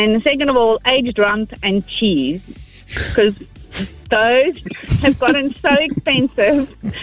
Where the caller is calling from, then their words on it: Malelane, Mpumalanga, South Africa; Malalon in Mpumalanga.